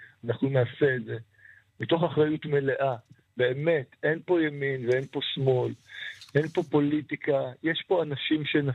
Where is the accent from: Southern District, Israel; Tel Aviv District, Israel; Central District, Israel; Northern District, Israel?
Southern District, Israel; Ofakim; אני מאופקים